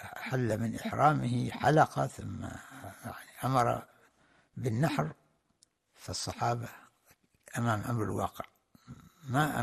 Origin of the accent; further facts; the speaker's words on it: Oman; وكم هنا عندنا في عمان حقيقة كم من النساء نسمع عنهن